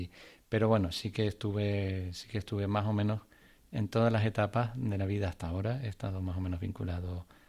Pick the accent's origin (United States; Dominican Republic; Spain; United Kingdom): Spain; La Palma, Canary Islands; Yo vengo de la isla de La Palma y allí sí que mi familia, mis padres y mis hermanos, soy el sexto y último hermano, y sí que había una vinculación grande y directa con la iglesia. Mis padres son católicos y practicantes.